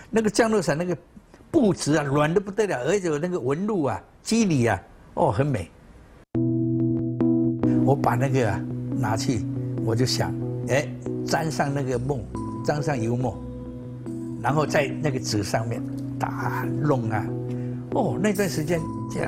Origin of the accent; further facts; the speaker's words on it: Kinmen County, Taiwan; 在金门算是比较有文化的一个家庭里面。就是我的曾祖父秀才了